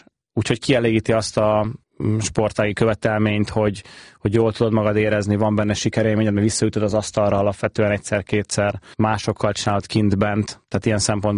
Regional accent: Hungary; now in Germany; én Németországban élek alapvetően, a család pedig itthon, de hogy a Gödöllői utca, ahol mi lakunk

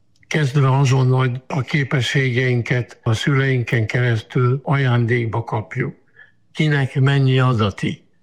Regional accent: Lébény, Győr-Moson-Sopron, Hungary; born there; én lébényi születésű vagyok Győr megyében.

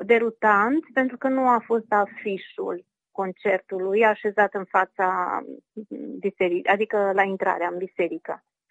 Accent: Romania; m-am simțit mândră că sunt și eu din România și nu m-am simțit, deci nu m-am simțit singură.

